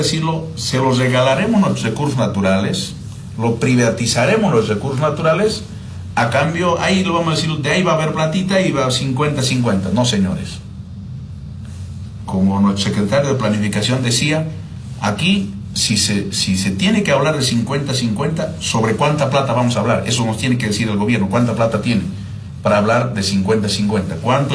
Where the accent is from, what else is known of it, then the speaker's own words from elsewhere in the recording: Bolivia; como un boliviano más.